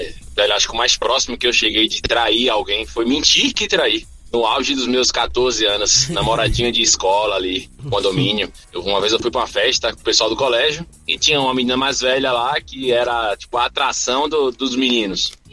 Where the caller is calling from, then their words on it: Barreiras, Bahia, Brazil; Eu tenho 30 anos, sou aqui de Barreiras, interior da Bahia.